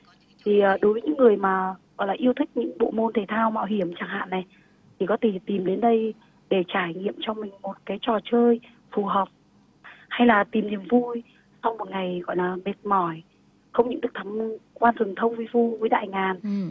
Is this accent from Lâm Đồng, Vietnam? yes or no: yes; Da Lat, Lâm Đồng, Vietnam; Chị sinh ra và lớn lên ở Đà Lạt. Nhưng mà làm du lịch thì được 18 năm rồi.